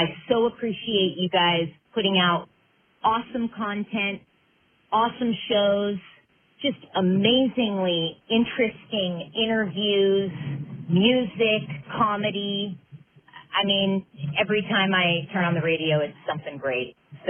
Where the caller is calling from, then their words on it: Aptos, California, United States; I'm calling from Aptos, California